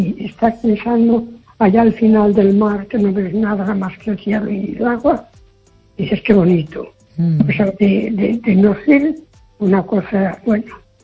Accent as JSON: {"language": "Spanish", "town": "Castro de Rei", "region": "Galicia", "country": "Spain", "tie": "born there", "lives_now": "Foz, Spain", "said": "como sabéis, yo nací en Caso de Rey, en Tierra Llana"}